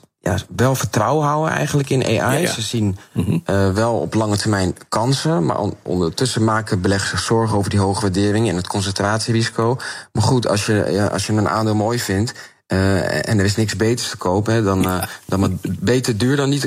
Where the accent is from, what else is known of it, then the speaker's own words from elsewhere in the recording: Netherlands; Dus wij als Nederlanders zijn ook wel trots op namen als ASML en Besi.